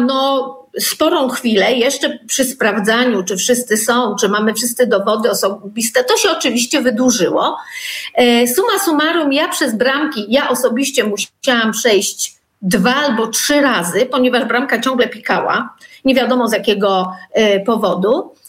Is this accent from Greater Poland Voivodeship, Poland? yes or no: yes; Poznań, Greater Poland Voivodeship, Poland; jestem poznanianką, jestem również wnuczką powstańców wielkopolskich.